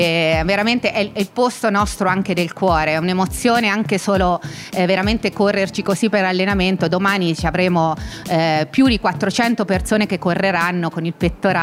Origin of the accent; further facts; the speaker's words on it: Perugia, Umbria, Italy; siamo di Perugia